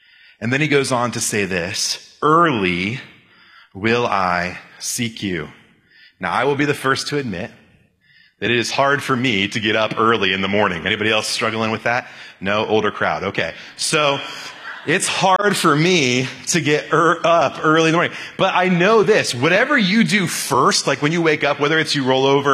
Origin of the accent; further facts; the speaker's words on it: Florida, United States; moved away as an adult; also born or lived in Temecula, California; moved to Southern California from Florida, and I thought, you know, I know what hot is, right? I grew up in Florida, but then I moved into Temecula, California, which is in the middle of the desert